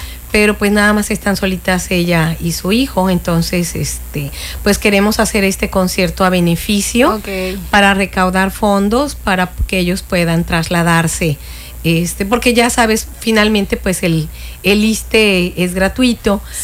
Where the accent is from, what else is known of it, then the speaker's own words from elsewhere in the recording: Cancún, Quintana Roo, Mexico; Yo soy residente de la Supermanzana 20